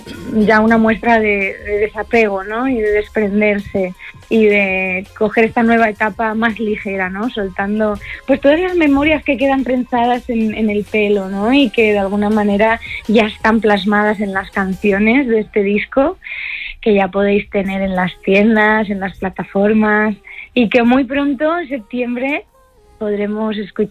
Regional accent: Altea, Valencian Community, Spain; Vine a firmar los discos a mi pueblo, al Altez.

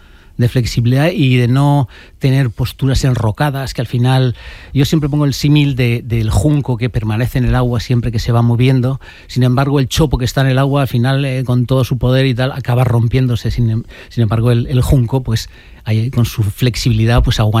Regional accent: Venta del Moro, Valencian Community, Spain; moved away as an adult; yo vengo de Venta del Moro, que es el pueblo donde me vi a nacer y donde pasé mis primeros 18 años hasta que salí de ahí en busca de aventuras.

